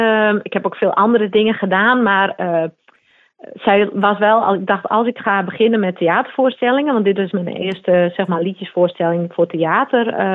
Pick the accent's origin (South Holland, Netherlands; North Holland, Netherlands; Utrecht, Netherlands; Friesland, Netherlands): Friesland, Netherlands; first language Frisian; Dutch is a second language; Maar toen ik begon, was het eigenlijk volledig in het Fries. Het is mijn moedertaal. Ik hou ervan. Ik treed ook eigenlijk alleen maar in de provincie op.